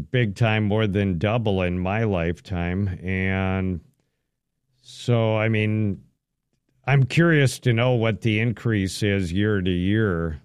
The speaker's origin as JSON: {"language": "English", "town": "Minneapolis", "region": "Minnesota", "country": "United States", "tie": "born there", "said": "So I was born in Minneapolis, Abbott Northwestern."}